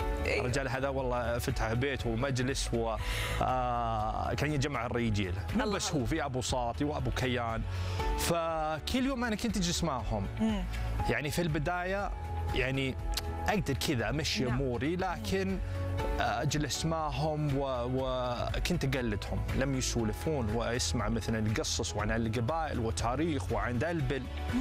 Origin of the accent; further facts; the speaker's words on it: Nottingham, East Midlands, United Kingdom; Arabic is a second language; بعدين رحت لندن لان في ديرتي انا من نوتنغهام ولا العربان يعني ما فيها